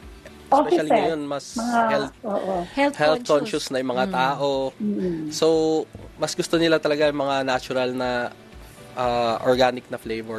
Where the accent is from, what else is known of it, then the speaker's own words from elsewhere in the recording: Cordillera Administrative Region, Philippines; And then, especially dun sa amin sa Ifugao